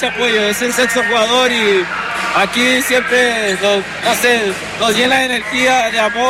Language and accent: Spanish; Zacatecas, Mexico; Siendo zacatecano